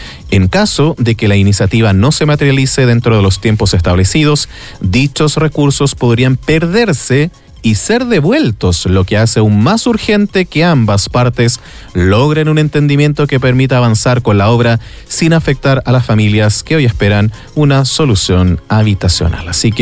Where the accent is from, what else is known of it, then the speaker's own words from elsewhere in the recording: Los Vilos, Coquimbo, Chile; quienes sobre todo somos de Los Vilos